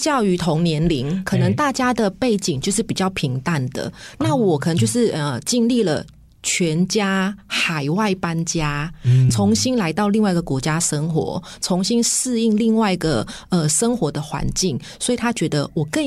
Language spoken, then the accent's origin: Chinese; Thailand; now in Taiwan; 哦，我来很久了，我读书就过来，所以应该有30年。